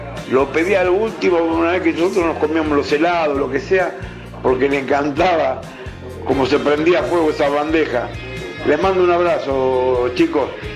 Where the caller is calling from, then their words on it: Lugano, Buenos Aires, Argentina; de Lugano.